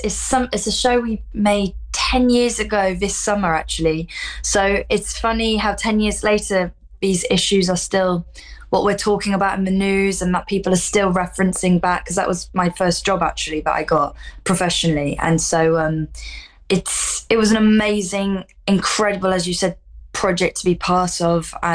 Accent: Nottingham, East Midlands, United Kingdom; I grew up mostly in Nottingham. I'm a military kid, so I moved around a lot.

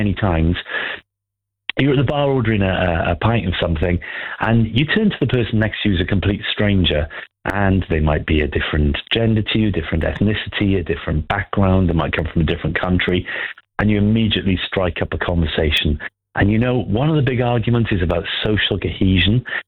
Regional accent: Wales, United Kingdom; now in Rochester, United Kingdom; I'm not from London, I'm from Wales originally, and I live in Rochester, and I work in London

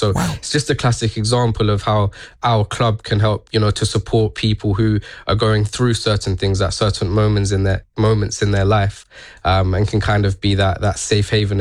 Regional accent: London, United Kingdom; born there

